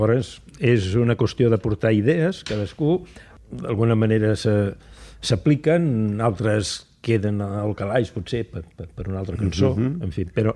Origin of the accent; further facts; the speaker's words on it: Sant Vicenç dels Horts, Catalonia, Spain; A Sant Vicenç dels Horts